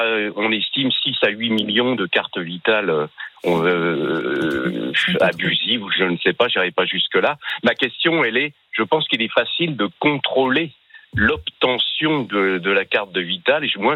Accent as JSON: {"language": "French", "region": "Normandy", "country": "France", "tie": "born or raised there", "said": "Oui, donc je suis originaire de l'Orne, j'habite entre Le Mel-sur-Sarthe et Mortagne-au-Perche"}